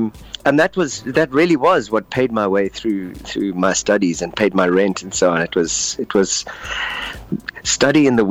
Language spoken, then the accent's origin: English; East London, Eastern Cape, South Africa; I was living in East London, growing up in East London at the time.